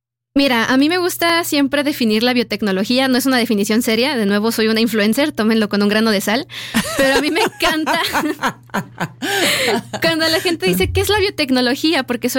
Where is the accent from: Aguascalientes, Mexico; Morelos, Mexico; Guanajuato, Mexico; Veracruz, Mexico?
Guanajuato, Mexico; León; León, porque yo soy de León, Guanajuato.